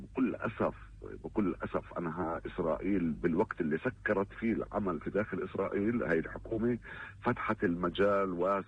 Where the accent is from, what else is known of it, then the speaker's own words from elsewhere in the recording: Palestine; احنا كفلسطينيين